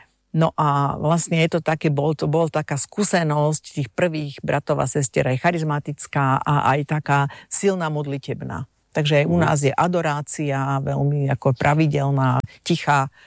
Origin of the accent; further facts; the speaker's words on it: Piešťany, Trnava Region, Slovakia; Pochádzam z Piešťan, tam som sa narodila a tam som aj žila.